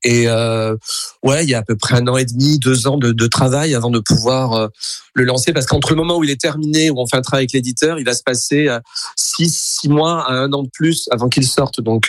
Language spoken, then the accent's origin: French; Dax, Nouvelle-Aquitaine, France; je suis un pur landais puisque je suis né à Dax en Landes de Grâce 1976. Donc j'ai fait toute ma scolarité, toute ma jeunesse à Dax.